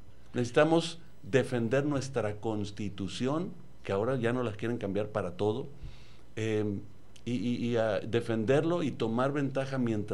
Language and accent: Spanish; Mexico; born there; nazco como mexicano